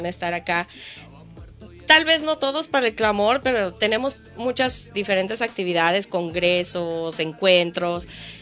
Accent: Mexico; moved away; nosotros estamos muy lejos de nuestro México.

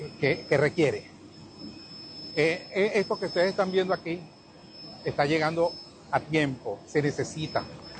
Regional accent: Venezuela; now in United States; Yo soy venezolano. Vivo en los Estados Unidos porque soy refugiado.

